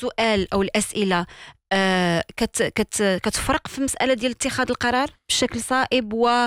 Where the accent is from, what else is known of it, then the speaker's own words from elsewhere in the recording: Morocco; حنا كمغاربة